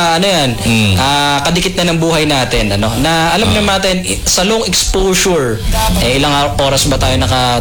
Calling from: Marilao, Central Luzon, Philippines; Hello, Doc. … from Marilao, Bulacan.

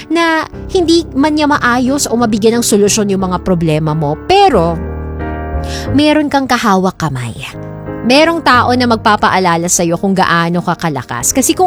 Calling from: Quezon City, Metro Manila, Philippines; Ako po ay taga Quezon City.

